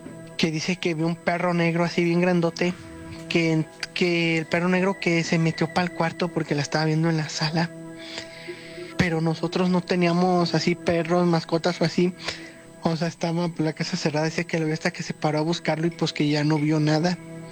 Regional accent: San Francisco del Rincón, Guanajuato, Mexico; de San Francisco del Rincón, Guanajuato.

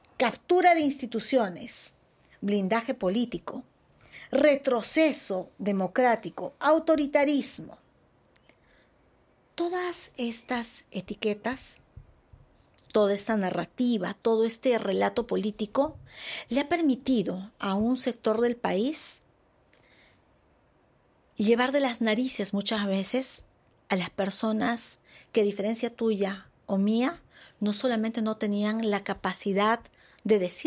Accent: Peru; las mujeres peruanas hemos empezado en el ejercicio de nuestros derechos civiles y políticos mucho más tarde.

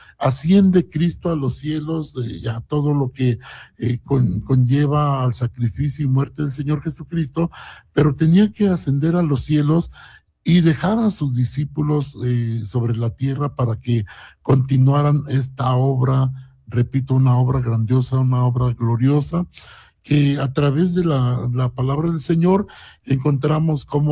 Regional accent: Mexico; Yo creo que como mexicanos nos sentimos orgullosos

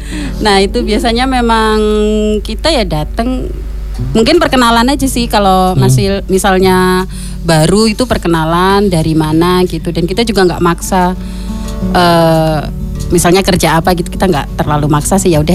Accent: Java, Indonesia; saya orang Jawa.

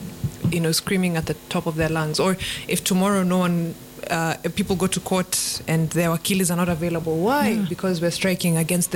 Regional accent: Kenya; as a Kenyan

